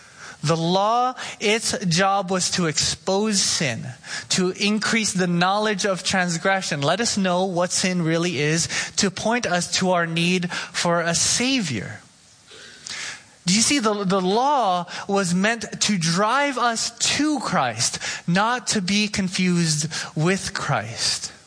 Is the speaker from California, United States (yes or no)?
yes; Oxnard, California, United States; I know. I grew up in Oxnard. I drove a Toyota Matrix and gas was too expensive.